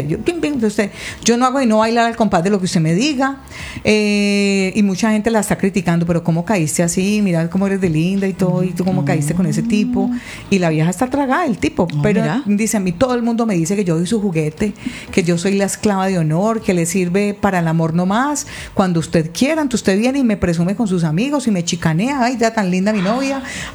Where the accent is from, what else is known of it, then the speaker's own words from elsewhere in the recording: Buga, Valle del Cauca, Colombia; Un besito, Patricia, desde Buga, mi tierrita.